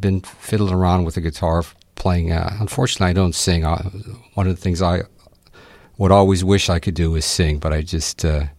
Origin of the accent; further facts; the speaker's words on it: Homestead, Pennsylvania, United States; now in Forest Hills, United States; I grew up in Homestead, West Homestead, actually, and now I live in the East Pittsburgh area, Forest Hills.